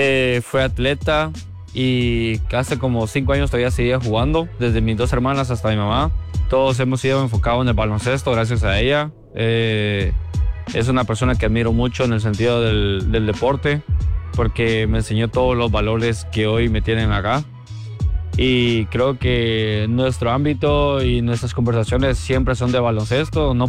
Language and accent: Spanish; Guatemala; soy seleccionado nacional de Guatemala.